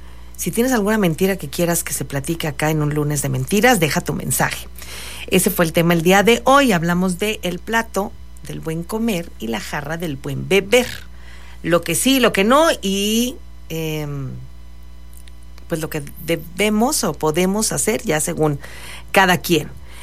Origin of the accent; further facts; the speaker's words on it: Monterrey, Nuevo León, Mexico; Nosotros somos de Monterrey y aquí para las 7 ya estábamos con el fresco bien a gusto.